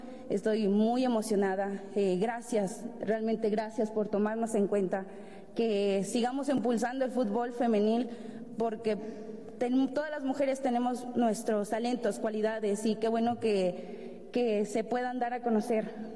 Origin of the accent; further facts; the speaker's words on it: Tlaquilpa, Veracruz, Mexico; tengo 21 años, soy del municipio de Tlaquilpa, del estado de Veracruz.